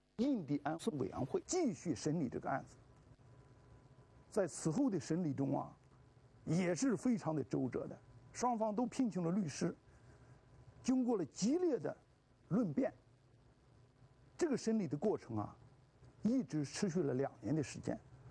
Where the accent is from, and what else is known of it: China